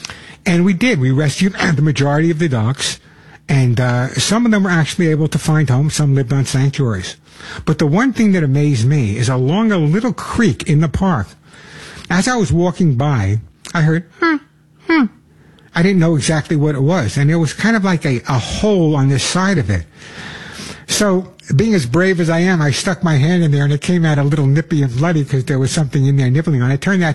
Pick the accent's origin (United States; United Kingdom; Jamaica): United States; New York; I know I lost my accent. I know it's hard to tell I'm from New York, but I am Long Island.